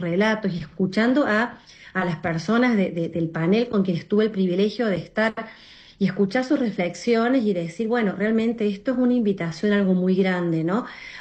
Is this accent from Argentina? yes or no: yes; Argentina; porque yo conocí a la radio cuando era muy chica, acá en mi país, en Argentina, con nuestra Radio María Argentina, que mi mamá la escuchaba siempre